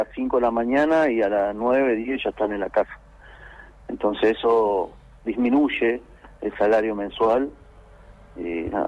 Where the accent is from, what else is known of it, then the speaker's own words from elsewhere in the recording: Chubut, Argentina; yo soy de Chubut y lucho por Chubut.